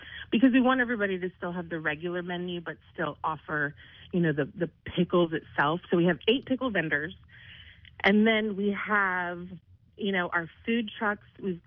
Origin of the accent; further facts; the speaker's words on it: West Coast, United States; You know, I come from the West Coast, and everything is on Instagram, Facebook.